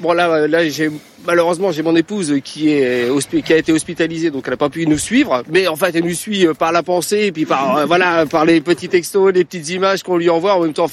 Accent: Angers, Pays de la Loire, France; nous sommes originaires d'Angers

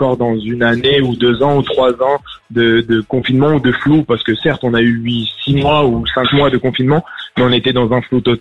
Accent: Paris, Île-de-France, France; Je viens de Paris.

